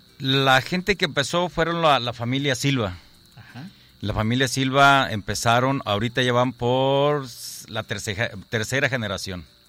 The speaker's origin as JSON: {"language": "Spanish", "region": "Colima", "country": "Mexico", "said": "nosotros vinimos de allí de la Rosa de San José del Lumber. El CAC se llama Agaveros de San Antonio. Estamos ubicados en la zona alta de Manzanillo."}